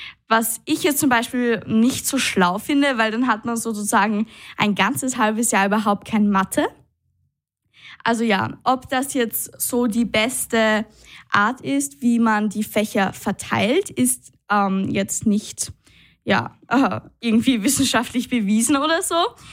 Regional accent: Austria; Also bei uns in Österreich ist es ja oft so

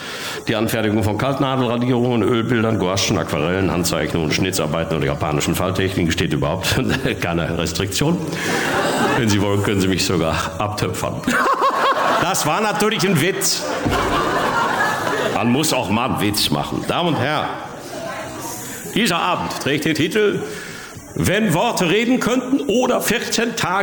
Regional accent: Bochum, North Rhine-Westphalia, Germany

